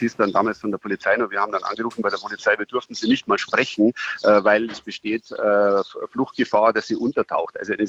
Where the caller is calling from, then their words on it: Passau, Bavaria, Germany; Ich rufe aus Passau